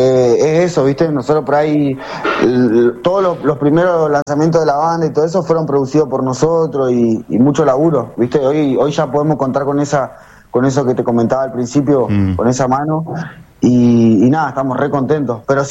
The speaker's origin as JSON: {"language": "Spanish", "town": "Carmen de Patagones", "region": "Buenos Aires Province", "country": "Argentina", "moved": "as an adult", "lives_now": "Buenos Aires, Argentina", "said": "hace más o menos 3 meses que nos instalamos acá, ya viste, en Buenos Aires, sí. a vivir. Pues para la gente que no sabe, nosotros somos de Carmen de Patagones, ¿viste?"}